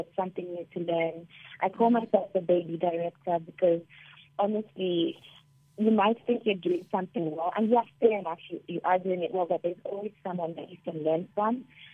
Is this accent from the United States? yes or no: no; Zimbabwe; moved away as an adult; also born or lived in South Africa; now in Lusaka, Zambia; I have a special place in Zimbabwe because I grew up in Zimbabwe and I went to university in South Africa.